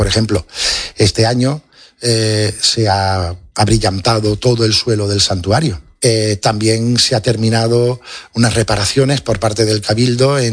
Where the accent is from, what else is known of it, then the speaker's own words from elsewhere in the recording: Andalusia, Spain; somos también españoles y andaluces. Es decir, de un profundo sustrato y de una profunda sociedad católica